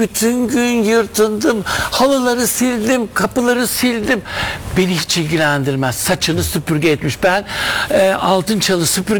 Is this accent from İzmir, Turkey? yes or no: no; Istanbul, Turkey; Tabii öyle Anadolu'da falan değil de evet, İstanbul'da doğdum büyüdüm.